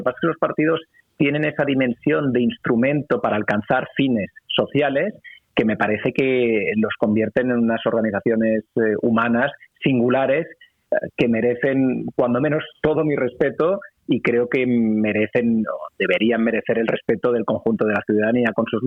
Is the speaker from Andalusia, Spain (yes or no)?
no; Catalonia, Spain; moved away; una época bastante decadente en Cataluña, especialmente en mi tierra, en nuestra tierra